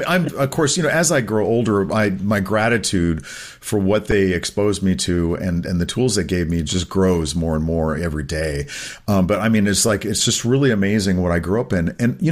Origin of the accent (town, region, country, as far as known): Oklahoma, United States; born or raised there